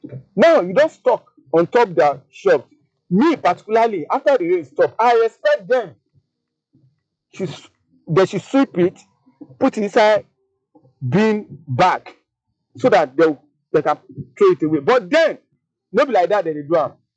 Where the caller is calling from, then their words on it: Nigeria; I'm part of Nigeria, I'm a Nigerian